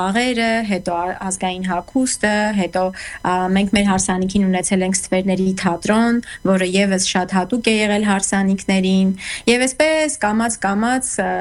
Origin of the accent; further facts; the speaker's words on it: Goris, Syunik, Armenia; born there; որովհետև ես ծնունդով Գորիսից եմ և մեր ընտանիքում շատ ընդունված է եղել երգը